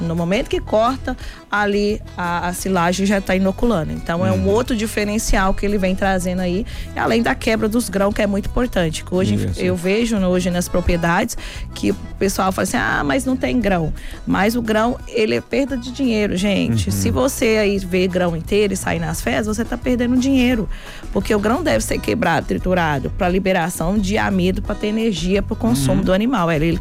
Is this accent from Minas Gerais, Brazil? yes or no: yes; Paraopeba, Minas Gerais, Brazil; Eu sou lá de Paraupeba, pertinho de Sete Lagoas ali.